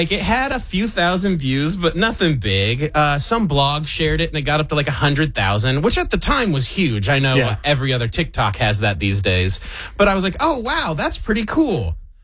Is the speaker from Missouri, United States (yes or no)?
yes; Independence, Missouri, United States; I'm from Independence. Yeah, I went to Fort Osage.